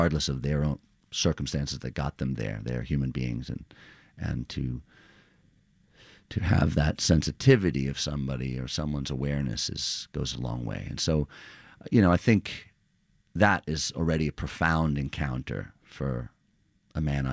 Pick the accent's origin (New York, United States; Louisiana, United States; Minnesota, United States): New York, United States; Queens; I think part of what drew me to this is an understanding of how, in growing up in Queens, it's not that dissimilar